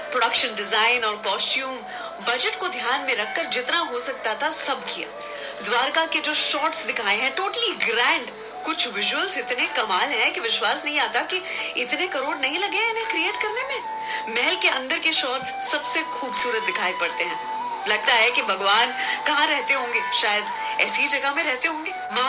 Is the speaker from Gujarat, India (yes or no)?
yes; Ahmedabad, Gujarat, India; और जैसे कि आप जानते हैं मैं गुजरात से हूँ, अहमदाबाद से, और यहाँ उठते ही हर इंसान सबसे पहले गुड मॉर्निंग नहीं जय श्री कृष्ण कहता है एक दूसरे को.